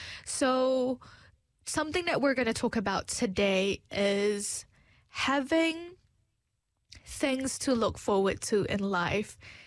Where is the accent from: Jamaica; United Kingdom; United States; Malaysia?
Malaysia; I'm from Malaysia. We never walk because it's hot.